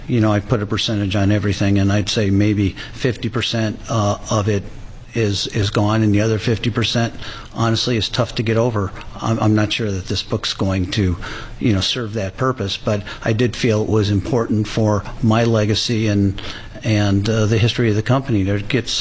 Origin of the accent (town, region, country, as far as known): Chicago, Illinois, United States; born there